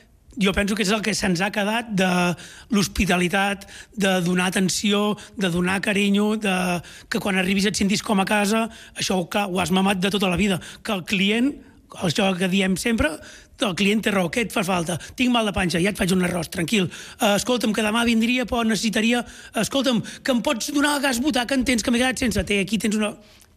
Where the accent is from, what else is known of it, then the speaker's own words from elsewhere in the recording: Mura, Catalonia, Spain; soc de Mura, no? Jo, si anava al col·le a Terrassa, però jo sóc de Mura